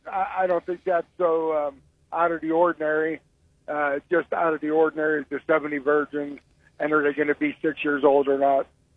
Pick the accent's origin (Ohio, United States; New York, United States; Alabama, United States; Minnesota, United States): Ohio, United States; Youngstown; I'm from Youngstown originally.